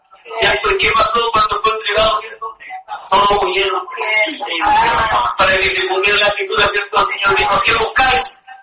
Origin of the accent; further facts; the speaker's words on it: Chile; nosotros somos chilenos. Dios nos dejó en este país, tenemos que hablar como chilenos.